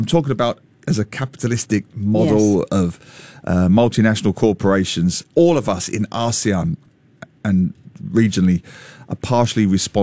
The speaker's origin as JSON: {"language": "English", "region": "England", "country": "United Kingdom", "tie": "born or raised there", "moved": "yes", "said": "when I was a kid growing up in England."}